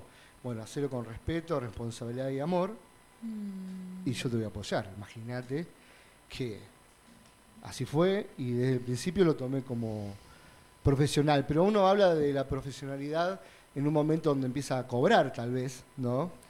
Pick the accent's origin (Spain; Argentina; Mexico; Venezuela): Argentina; Guatimosín, Córdoba; born there; also born or lived in Rosario; Yo nací en la localidad de Guatimosín, que queda al sudeste de la provincia de Córdoba, casi al límite provincial con Santa Fe. Que, bueno, lo más cerca que tenemos ahí como para una referencia es Venado Tuerto. Uh-huh. Pero, bueno, Guatimosín queda al lado de Córdoba